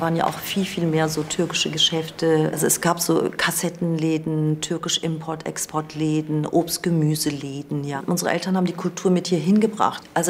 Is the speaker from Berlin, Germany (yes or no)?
yes; Berlin, Germany; Ich bin in Kreuzberg aufgewachsen und wir sind 5 Geschwister.